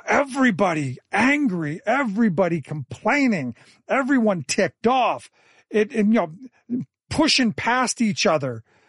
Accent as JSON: {"language": "English", "town": "Cleveland", "region": "Ohio", "country": "United States", "tie": "born or raised there", "said": "Now look, I grew up in Cleveland. I am not a Pittsburgh Steelers fan"}